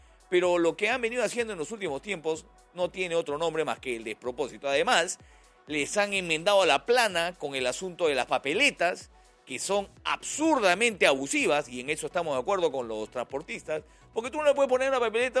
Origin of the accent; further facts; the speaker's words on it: Peru; como los peruanos hablamos